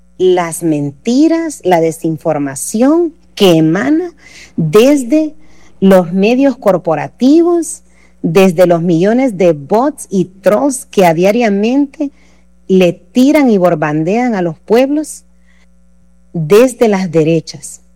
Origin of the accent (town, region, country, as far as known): Venezuela